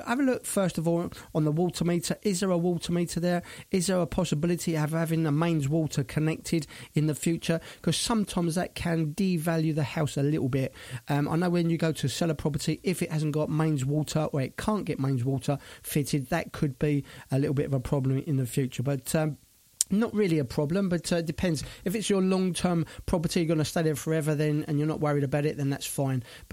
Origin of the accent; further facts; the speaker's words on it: Brighton, South East England, United Kingdom; now in Spain; my hometown of Brighton.